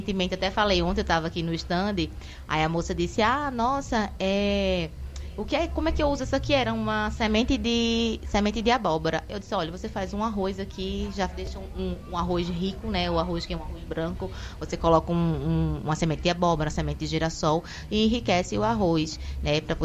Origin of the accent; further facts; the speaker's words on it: Recife, Pernambuco, Brazil; moved away; Eu sou de Recife.